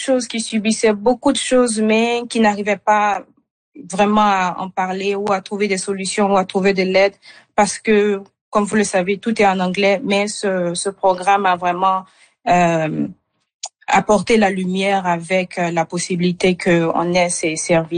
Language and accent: French; Côte d’Ivoire; moved away as an adult; now in Canada; moi par exemple, je viens de la Côte d'Ivoire et je parle majoritairement le français.